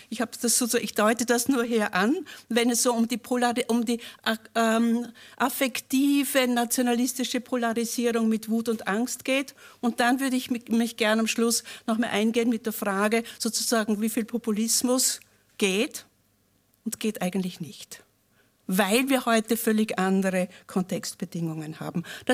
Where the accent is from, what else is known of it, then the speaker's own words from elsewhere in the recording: Upper Austria, Austria; moved away; Für mich ist es auch ein bisschen ein Heimkommen. Ich bin Oberösterreicherin